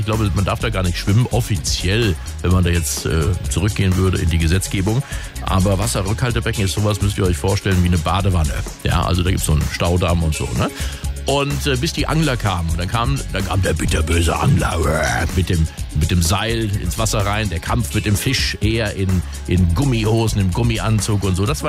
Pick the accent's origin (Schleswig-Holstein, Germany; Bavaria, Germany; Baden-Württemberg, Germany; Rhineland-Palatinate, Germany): Rhineland-Palatinate, Germany; Solche Grammatikfallen gibt es natürlich auch im Westerwald gerade, wo ich herkomme